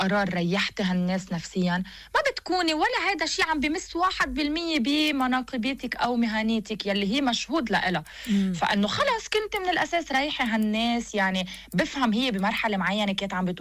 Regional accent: Lebanon; نحن بلبنان

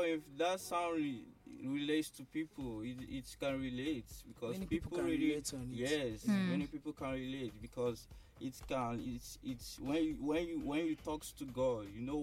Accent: Imo, Nigeria; I'm from Imo State. So I'm from Imo State, Idato local government.

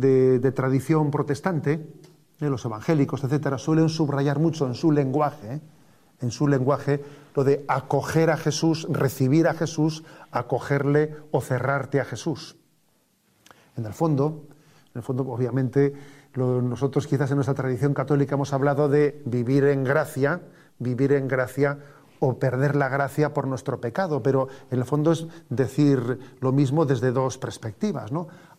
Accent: San Sebastián, Basque Country, Spain; born there; Yo siendo un chavalillo aquí en el colegio de Mundaiz

